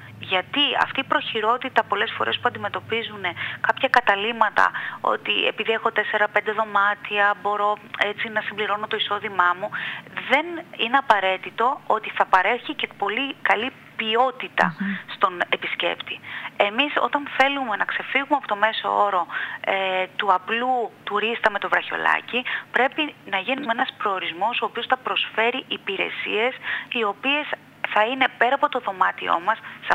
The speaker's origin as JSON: {"language": "Greek", "area": "Samos", "region": "North Aegean", "country": "Greece", "said": "Και δεν είναι μόνο το ότι εγώ είμαι σαμιώτης κατ' εφημισμό."}